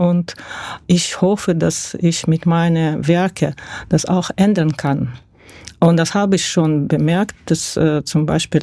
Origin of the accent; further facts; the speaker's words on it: Dagestan, Russia; moved away as an adult; now in Germany; Ich bin tatsächlich in Dagestan geboren. Das ist eine schöne Republik, wo die Gebirge, Flüsse, Wüste, das Kaspische Meer, das alles zusammen eine sehr